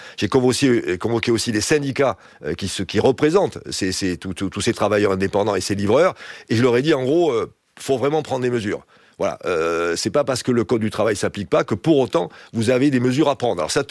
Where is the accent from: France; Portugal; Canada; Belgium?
France; South-West France; Moi, je suis originaire du Sud-Ouest. Je peux vous dire que 30 degrés, on connaît ça par cœur à Pau, à Tarbes ou à Bayonne.